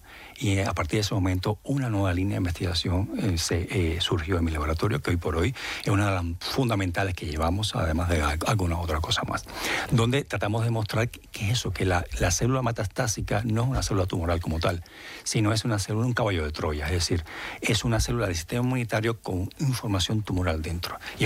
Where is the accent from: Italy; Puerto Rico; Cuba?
Cuba; Pero como buen cubano me encanta el ballet.